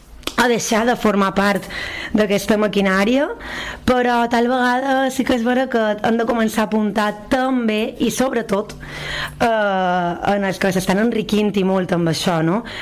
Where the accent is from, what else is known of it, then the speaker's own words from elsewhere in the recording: Balearic Islands, Spain; Jo, com a mallorquina, òbviament estic molt farta de la turistificació massiva